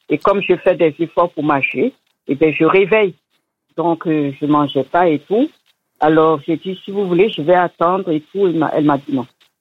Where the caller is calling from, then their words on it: Orléans, Centre-Val de Loire, France; Je suis orléanaise, je vous appelle actuellement de Lourdes